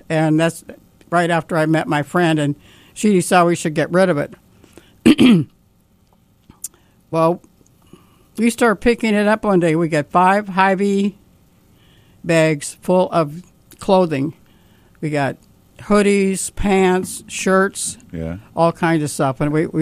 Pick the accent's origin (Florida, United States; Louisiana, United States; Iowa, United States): Iowa, United States; Dubuque; now in Peoria, United States; I belonged to a hiking club up in Dubuque, Iowa, my hometown